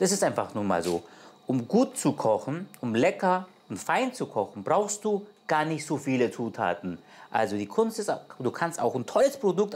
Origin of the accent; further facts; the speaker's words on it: Eastern Anatolia, Turkey; Meine Mutter macht das zum Beispiel in Ostanatolien, im Pagoda, wo ich geboren bin und auch aufgewachsen bin.